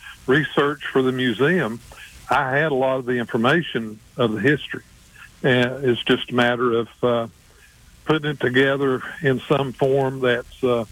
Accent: Lenoir, North Carolina, United States; moved away; I have just a few relatives still in Caldwell County and around Lenore. Believe it or not, I grew up, 10 or 15 miles from Cap Wiese and never met Cap.

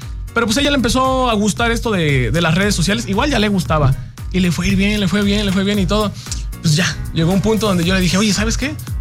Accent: Xalapa, Veracruz, Mexico; moved away as an adult; now in Veracruz, Mexico; yo soy de Jalapa, mi esposa es de Coatepec

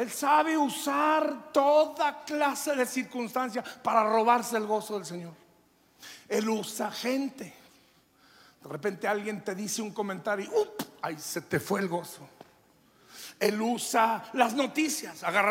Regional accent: Durango, Mexico; yo creo que por allá por Durango, de donde soy yo.

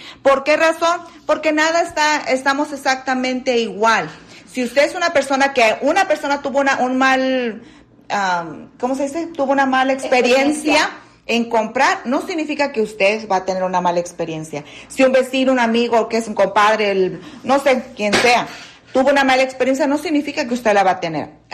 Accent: Michoacán, Mexico; ¿Tú qué? No, soy de Michoacán.

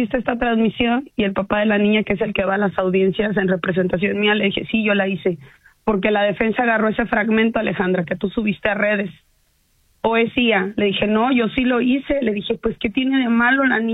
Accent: Ciudad Mante, Tamaulipas, Mexico; Yo estoy a tres horas, yo soy de Ciudad Mante.

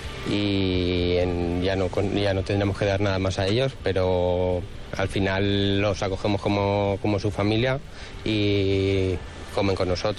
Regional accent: Russia; now in Mallorca, Spain; esta es mi tercera casa, y primero en Rusia, que de donde soy, segunda en Mallorca, que vivo ahí

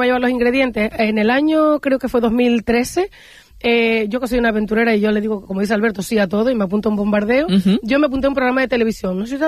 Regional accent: Barlovento, Canary Islands, Spain; un postre típico de mi pueblo, de Barlovento.

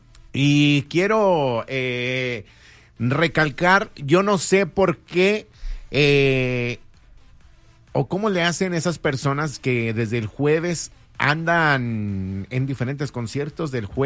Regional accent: Las Vegas, Nevada, United States; somos de Las Vegas.

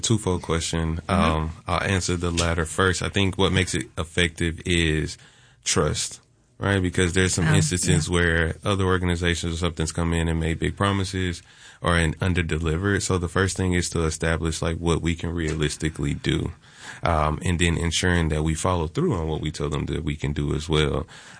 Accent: Texas, United States; because I'm from Texas, but this Georgia heat is competing with Texas.

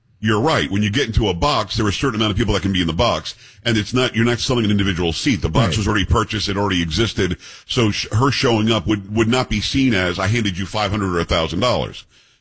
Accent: New York, United States; now in San Antonio, United States; I'm originally from New York.

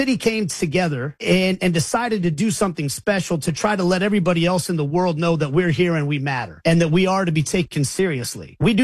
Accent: Kansas City, Kansas, United States; I've learned so much about my hometown. I've always loved Kansas City, and I'm a person who feels like I grew up in Wyandotte County.

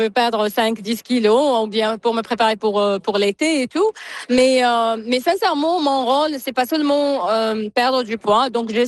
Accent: New Brunswick, Canada; Je suis de Nouveau-Brunswick, je suis pas d'ici.

